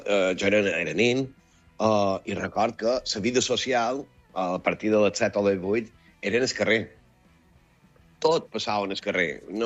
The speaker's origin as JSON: {"language": "Catalan", "region": "Balearic Islands", "country": "Spain"}